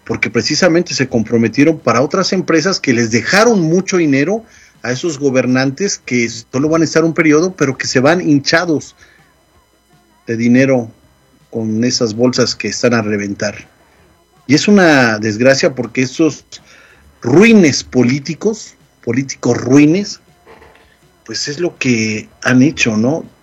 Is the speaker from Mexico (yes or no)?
yes; Morelos, Mexico; yo soy de Morelos, ¿no?